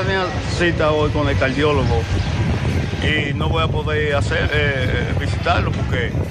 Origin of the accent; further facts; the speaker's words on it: Cutupú, La Vega, Dominican Republic; De Cutupú, La Vega.